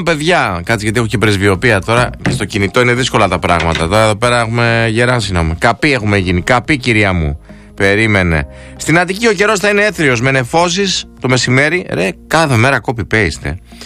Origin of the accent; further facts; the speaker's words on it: Thessaloniki, Central Macedonia, Greece; now in Athens, Greece; Στη Θεσσαλονίκη, την ιδιαίτερη πατρίδα μου